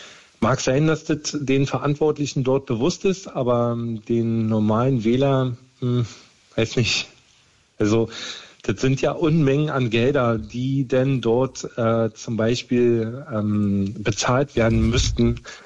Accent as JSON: {"language": "German", "country": "Germany", "said": "Also ich dachte, soweit wird es hier bei mir, also in Deutschland, in meinem Heimatland, nie wieder wird es so weit kommen, dass man sowas zulässt."}